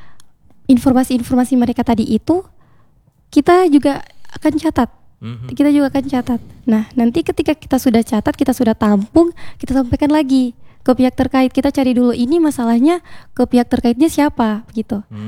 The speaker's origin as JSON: {"language": "Indonesian", "country": "Indonesia", "said": "Itu sampai sekarang masih menjadi isu di desa kami."}